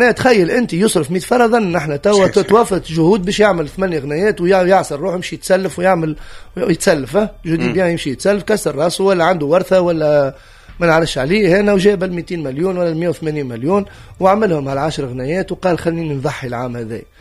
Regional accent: Tunisia; عندنا في تونس

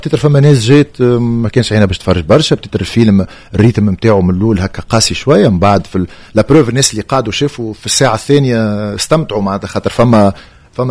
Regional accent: Tunisia

